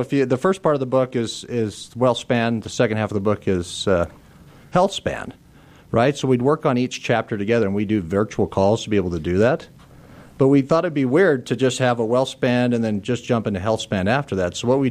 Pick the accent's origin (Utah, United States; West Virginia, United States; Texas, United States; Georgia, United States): Utah, United States; Park City; now in Camas, United States; Caleb's actually my cousin. So we grew up together. I grew up in Park City. He grew up in Orem. He ended up in Vegas after medical school. I ended up in Camas.